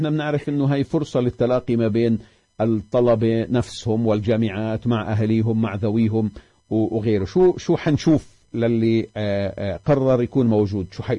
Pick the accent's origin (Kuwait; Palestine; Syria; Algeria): Palestine